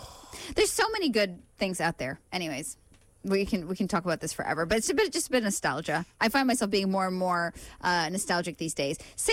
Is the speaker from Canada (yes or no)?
yes; Canada; moved away; when I was a kid growing up in Canada